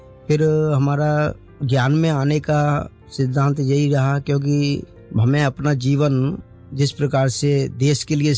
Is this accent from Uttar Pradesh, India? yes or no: no; Porsa, Madhya Pradesh, India; और मैं Bhopal zone Porsa Madhya Pradesh MP से निकला हुआ हूँ। एज मेरी 51 है अभी।